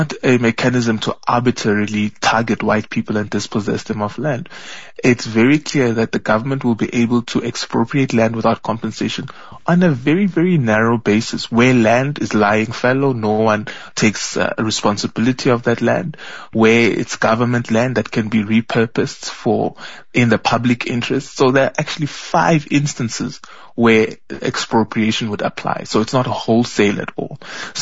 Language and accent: English; South Africa; investigation will really be done expeditiously and really yield the necessary results we require as South African people.